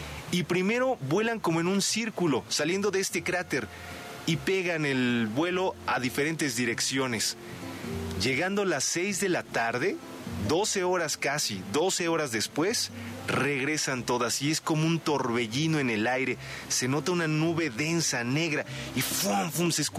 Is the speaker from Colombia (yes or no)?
no; Tláhuac, Mexico City, Mexico; En mi ranchito, ahí en mi pueblo, en Tláhuac